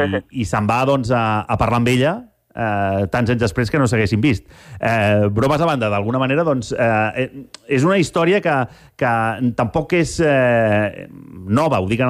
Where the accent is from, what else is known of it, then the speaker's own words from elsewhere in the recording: Catalonia, Spain; moved away as an adult; now in Andorra; jo també sóc català. I també he vingut a l'estranger a treballar.